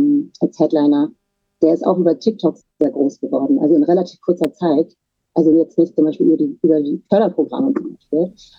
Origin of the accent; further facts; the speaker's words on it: Turkey; Erstmal, ich bin ja selber Türkin und queer und natürlich interessieren mich diese Themen auch sehr.